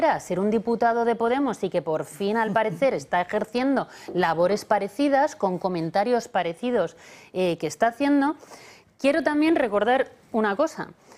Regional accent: Spain

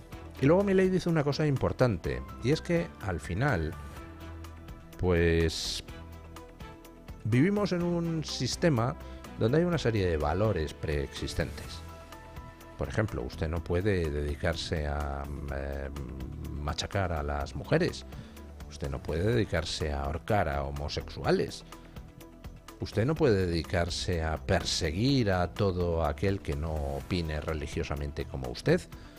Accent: Spain; los que pagamos la factura somos los españoles

